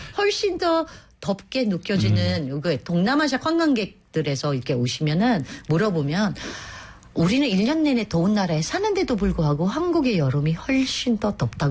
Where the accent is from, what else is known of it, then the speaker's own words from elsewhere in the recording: Philippines; Korean is a second language; now in South Korea; 저도 필리핀에서 왔지만 1년 내내 더운 나라이겠지만